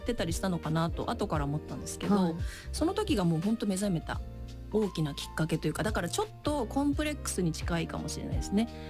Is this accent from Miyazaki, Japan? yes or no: no; Nagasaki, Japan; なんか私長崎出身で、はい、決して都心じゃないんですけど